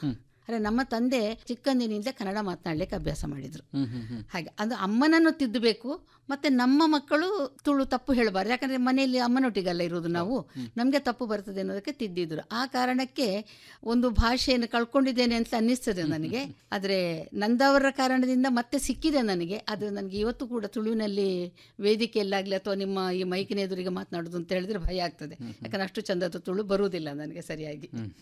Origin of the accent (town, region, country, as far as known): Mangaluru, Karnataka, India; born there